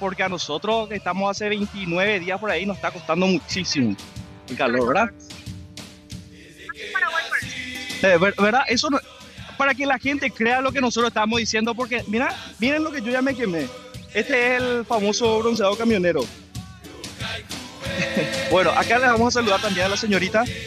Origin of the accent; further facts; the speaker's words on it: San Lorenzo, Central, Paraguay; Yo soy lorenzano ahí.